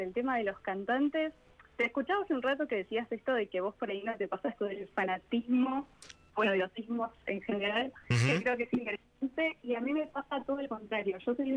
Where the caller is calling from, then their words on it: Buenos Aires Province, Argentina; Yo vivo en zona rural, pero para que te des una idea, estoy bastante cerca de Villa Ventana. Como por esa zona de sierra.